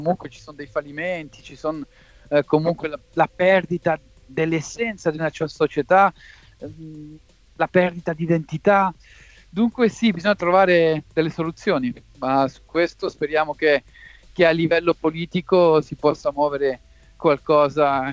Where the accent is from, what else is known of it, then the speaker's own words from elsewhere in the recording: Geneva, Switzerland; io sono cresciuto a Ginevra